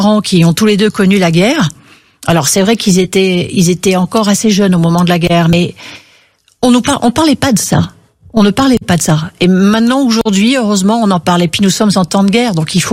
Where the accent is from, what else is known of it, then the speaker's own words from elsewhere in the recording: France; je suis française